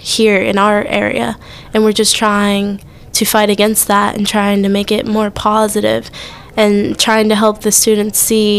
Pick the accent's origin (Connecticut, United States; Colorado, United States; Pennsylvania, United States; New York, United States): Pennsylvania, United States; South Allegheny; I'm 18, and I'm from South Allegheny.